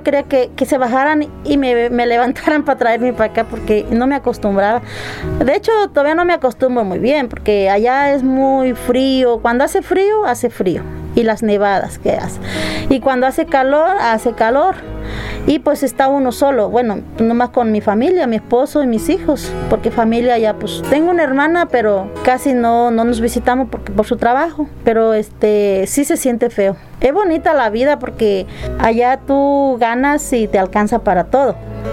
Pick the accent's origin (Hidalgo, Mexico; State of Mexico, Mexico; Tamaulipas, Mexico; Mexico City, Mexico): Hidalgo, Mexico; Zacualtipán; moved away as an adult; also born or lived in Otlamalacatla, Hidalgo; now in United States; soy nativa de Otlamalacatla, Hidalgo, municipio de Tianguistengo, Hidalgo, pero desde chiquita me trajeron para Zacualtipán, ahí me crié, ahí trabajé, estudié, y de ahí pues ya me fui para Estados Unidos.